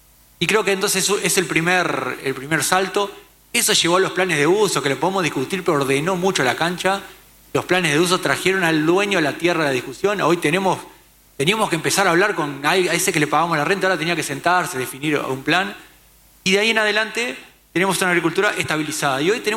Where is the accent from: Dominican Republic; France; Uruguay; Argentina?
Uruguay; yo soy súper uruguayo.